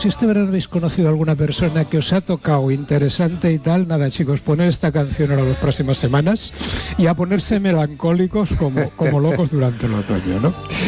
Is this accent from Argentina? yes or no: no; Mediterranean, Spain; Y es que, claro, yo soy del Mediterráneo.